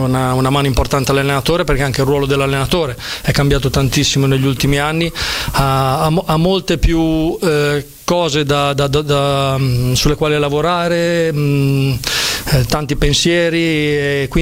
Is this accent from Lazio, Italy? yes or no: no; Bologna, Emilia-Romagna, Italy; sono di Bologna